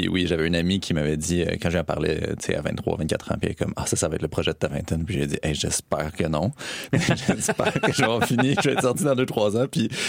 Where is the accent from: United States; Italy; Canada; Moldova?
Canada; Montreal, Quebec; j'ai grandi à Montréal, dans le Mainland, avec deux parents qui habitaient là.